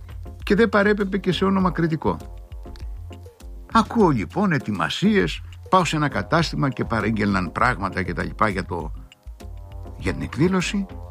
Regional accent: Crete, Greece; λιράριδες που λέμε στην Κρήτη

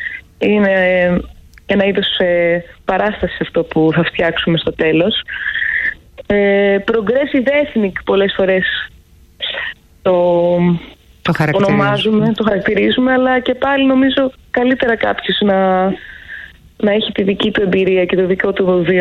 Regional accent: Thessaloniki, Central Macedonia, Greece; moved away as an adult; now in Athens, Greece; Εγώ όχι, μεγάλωσα, γεννήθηκα στη Θεσσαλονίκη.

